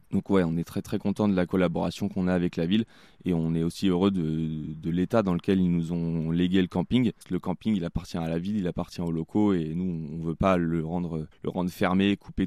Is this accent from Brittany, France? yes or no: yes; Brittany, France; Moi, je viens de Bretagne.